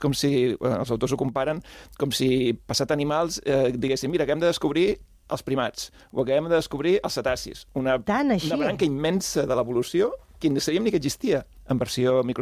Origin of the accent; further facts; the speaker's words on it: Blanes, Catalonia, Spain; és una cosa que passa al meu poble